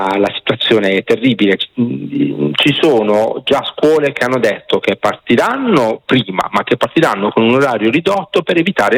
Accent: Apulia, Italy; perché io sono pugliese, no? E penso che si senta

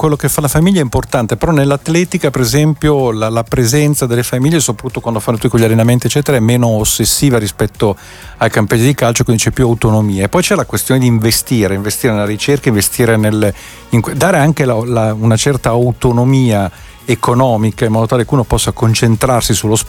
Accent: Caravaggio, Lombardy, Italy; dalle mie parti a Caravaggio

